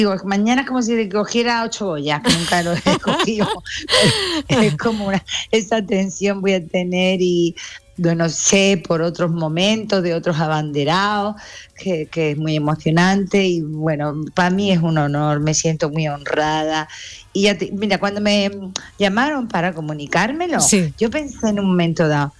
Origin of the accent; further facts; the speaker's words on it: Málaga, Andalusia, Spain; para mí mi tierra es muy importante